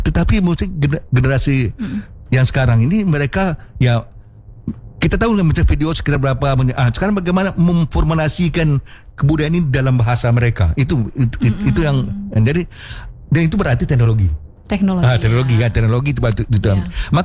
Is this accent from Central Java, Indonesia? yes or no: no; West Sumatra, Indonesia; kita Minang. Yeah. Orang kita tidak bisa, dia tak pernah mengatakan orang lain tidak gitu, tapi orang kita cuma kita gitu.